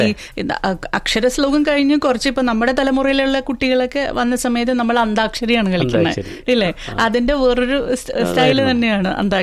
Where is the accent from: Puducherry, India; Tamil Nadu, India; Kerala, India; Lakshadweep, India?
Kerala, India; Thiruvananthapuram; ഞാൻ തിരുവനന്തപുരത്തുകാരിയാണ്